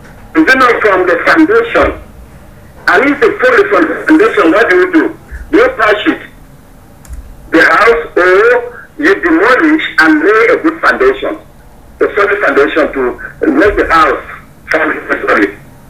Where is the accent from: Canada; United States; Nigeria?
Nigeria